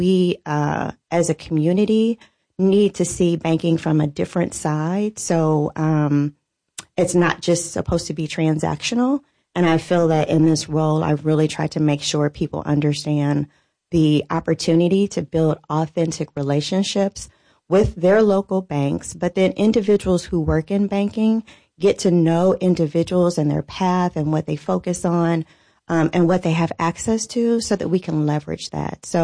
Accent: Indianapolis, Indiana, United States; I was born and raised here in Indianapolis and been here my whole life, literally my whole life. Went to college here, got my bachelor's here, my master's here. So never moved away. So I claim Indianapolis through and through

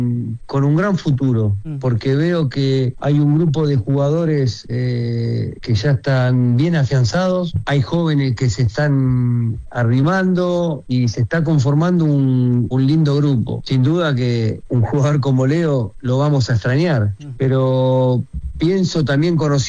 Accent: Argentina; soñábamos todos nosotros como argentinos

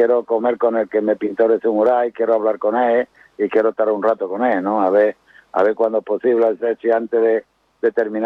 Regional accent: Jerez de la Frontera, Andalusia, Spain; Subir al escenario en mi tierra, en Jerez, los nervios son el doble.

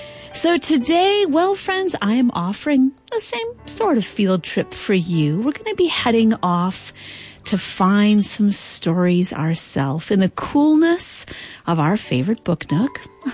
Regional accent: Nebraska, United States; moved away; I grew up mostly in Western Nebraska, where the summers, were so hot and dry.

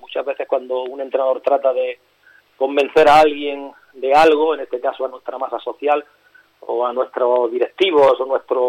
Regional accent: Granada, Andalusia, Spain; el Granada B, que yo soy granadino, está en tercera red

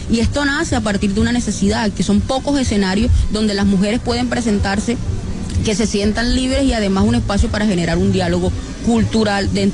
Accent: Montería, Córdoba, Colombia; Bueno, yo soy una hija del Sinú. En definitiva, las personas ser de Montería, ser de gran parte de Córdoba

